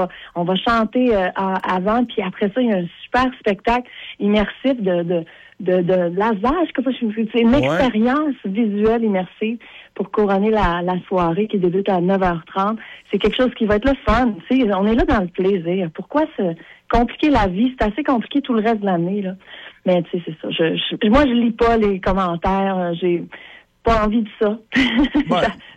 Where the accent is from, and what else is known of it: Quebec, Canada